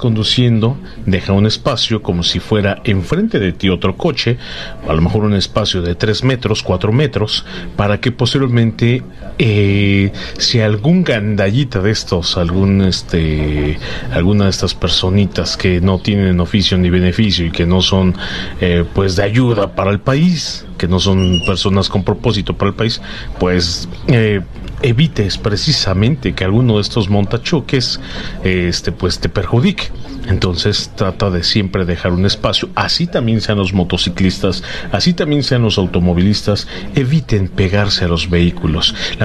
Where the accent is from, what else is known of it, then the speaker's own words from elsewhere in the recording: Mexico; malos hábitos que tenemos como mexicanos para conducir